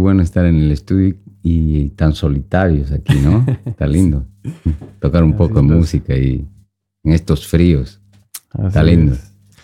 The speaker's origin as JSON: {"language": "Spanish", "town": "Sucre", "region": "Chuquisaca", "country": "Bolivia", "moved": "as an adult", "lives_now": "Oslo, Norway", "said": "soy de Bolivia, de Sucre, del centro del país. Mm. Valle Alto, ¿no? A 2700, de ahí vengo, sí."}